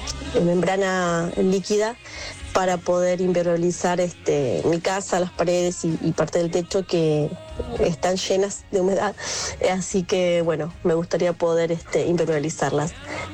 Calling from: Morón, Buenos Aires Province, Argentina; soy de Morón.

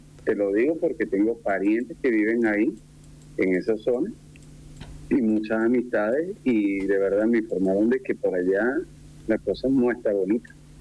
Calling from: Caracas, Capital District, Venezuela; Aquí se le conoce como el centro de Caracas

